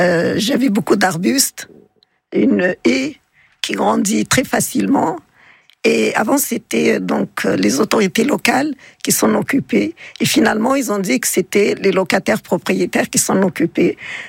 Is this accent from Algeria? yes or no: yes; Algeria; now in Grenoble, France; je viens d'Algérie